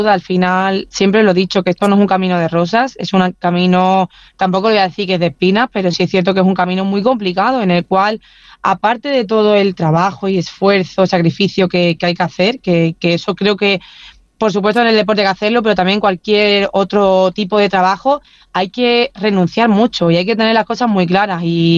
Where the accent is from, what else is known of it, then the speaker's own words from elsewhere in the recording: Huelva, Andalusia, Spain; cuando bajé a mi tierra, a Huelva, y lo pude disfrutar con mi familia.